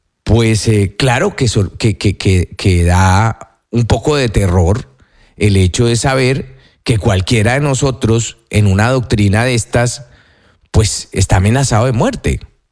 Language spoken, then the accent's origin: Spanish; Tolima, Colombia; El problema es que, como yo soy del Tolima, imagínese que una de estas personas fuera un familiar mío.